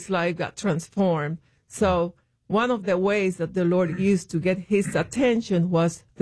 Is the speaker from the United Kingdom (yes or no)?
no; Puerto Rico; This is in Puerto Rico, from the city to my hometown, which is his hometown. It's a two-hour drive.